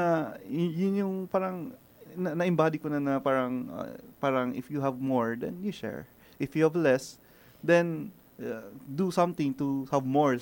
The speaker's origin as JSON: {"language": "Tagalog", "town": "La Trinidad", "region": "Benguet", "country": "Philippines", "tie": "born or raised there", "also_born_or_lived": "Baguio", "said": "And I'm from Baguio. So, sige na nga, I'm from La Trinidad. I was born and raised in La Trinidad. Mm-hmm. And I have a house sa Baguio."}